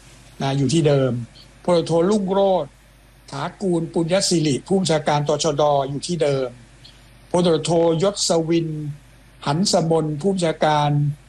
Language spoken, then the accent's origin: Thai; Surin, Thailand; accent: Surin; ่าผมเป็นเขมรผมก็บอกผมเป็นคนไทยเลยแต่พูดสำเนียง